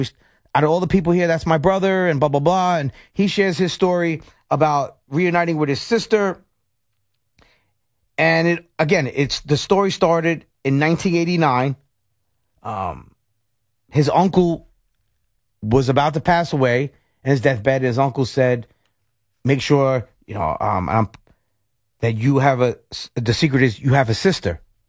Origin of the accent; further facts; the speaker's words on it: New York, United States; And I said, from here.